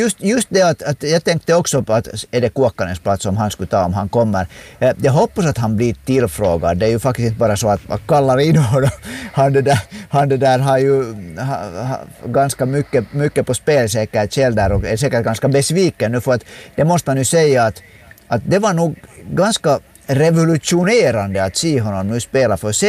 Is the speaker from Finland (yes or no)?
yes; Finland; som finländsk ishockeyvän av lite äldre årgång